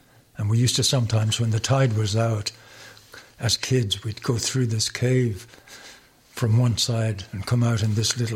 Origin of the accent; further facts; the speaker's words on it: Munster, Ireland; moved away; Well, I grew up in County Waterford, which is on the south coast of Ireland, to the east of... It's wedged in between Wexford to the east, Kilkenny to the north, and County Cork to the west.